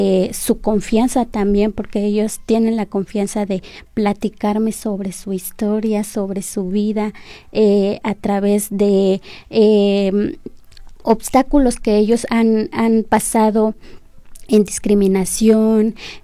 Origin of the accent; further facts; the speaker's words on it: Tenango de Doria, Hidalgo, Mexico; mis raíces, de donde soy originaria, de la comunidad de Santa Mónica Tenango de Doria, pues Hidalgo. Pues soy pues una mujer otomí, hablante de la lengua ñuhu.